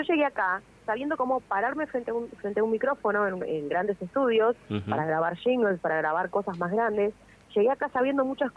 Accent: Argentina; yo crecí en el Evita en la época en la que el Evita tenía los canteros, que eran un basural, y pasaba el tren. Yo tengo 38 años, chicos, no soy tan jovencita. Entonces, crecí en un barrio...

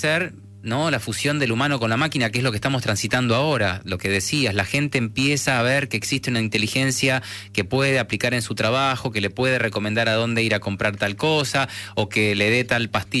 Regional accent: Argentina; sí afuera se dan cuenta que soy argentino porque tengo algo de acento, ¿no? Pero no es muy marcado.

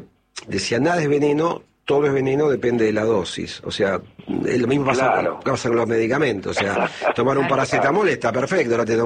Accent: Gaona, Buenos Aires Province, Argentina; Ahí soy de Gaona también.

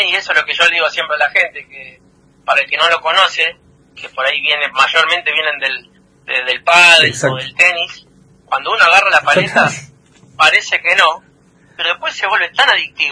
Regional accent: Concepción del Uruguay, Entre Ríos, Argentina; born there; Yo tengo 27 años, sí, cumplí hace poquito, el 4 de junio. Soy de Concepción del Uruguay, Entre Ríos. Nací ahí, ¿no? Tengo toda mi familia ahí.

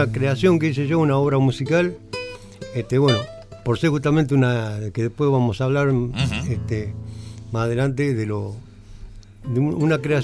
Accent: Coronel Pringles, Buenos Aires Province, Argentina; now in Laprida, Argentina; mi ciudad natal es Coronel Pringle. Ajá. Hasta mis 12 años, ahí me pasé a La Prida.

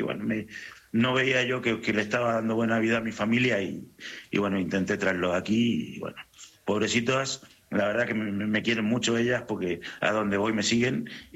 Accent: Argentina; moved away as an adult; Los cuatro somos argentinos y nos vinimos en el año 2000, 26 años hace ya que estamos aquí.

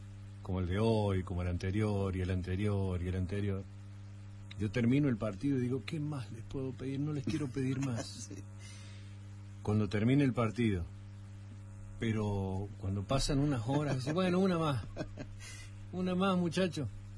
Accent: Argentina

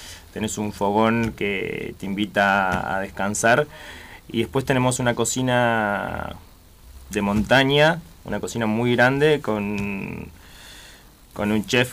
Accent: El Bolsón, Río Negro, Argentina; born there; nos criamos ahí

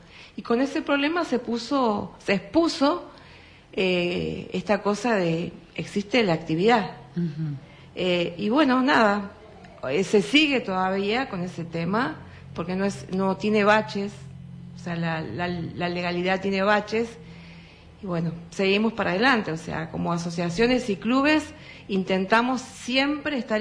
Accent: Chubut, Argentina; más siendo patagónica, chubutense

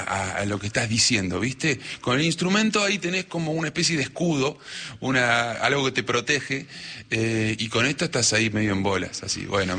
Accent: Las Peñas, Argentina; now in Buenos Aires, Argentina; me crié en Las Peñas y anduve por todos lados ahí. Bueno, la cosa me trajo hasta Buenos Aires

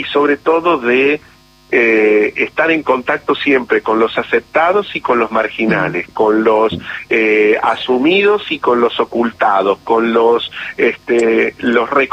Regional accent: Río Cuarto, Córdoba, Argentina; born there

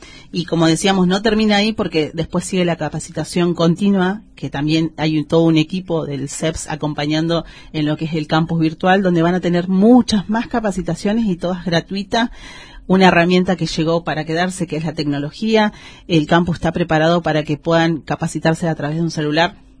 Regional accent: Chubut, Argentina; Venimos de la zona del Valle. Algunos somos de Trelew, otros somos de Rawson.

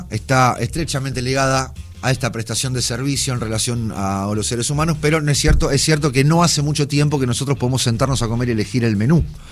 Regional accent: Buenos Aires, Argentina; Yo que soy del barrio de Palermo

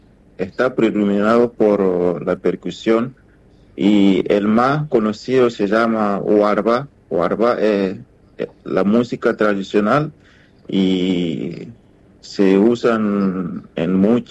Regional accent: Burkina Faso; now in Corrientes, Argentina; vengo de Burkina Faso

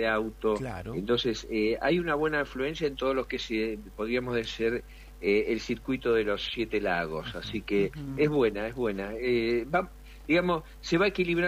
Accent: Bahía Blanca, Buenos Aires Province, Argentina; yo vengo de una zona de playa, vengo de Bahía Blanca, de esa zona

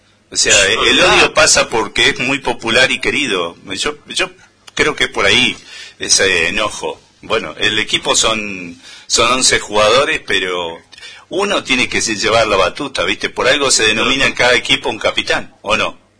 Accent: Argentina; somos argentinos

